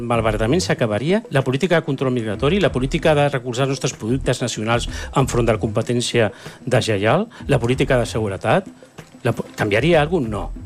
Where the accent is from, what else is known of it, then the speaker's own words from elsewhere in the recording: Catalonia, Spain; perquè jo soc català, dono una miqueta d'envegeta